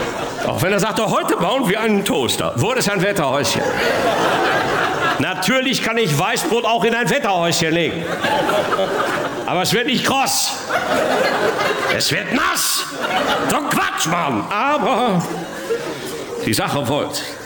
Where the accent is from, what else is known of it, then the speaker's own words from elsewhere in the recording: North Rhine-Westphalia, Germany; Komm, ich komme aus dem Ruhrgebiet und bei uns zu Hause fangen eigentlich alle Sätze mit also an.